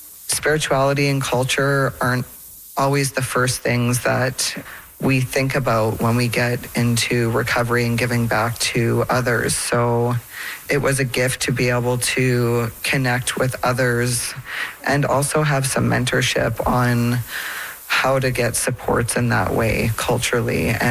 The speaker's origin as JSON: {"language": "English", "town": "Fort McMurray", "region": "Alberta", "country": "Canada", "said": "I'm from Fort McMurray, Alberta."}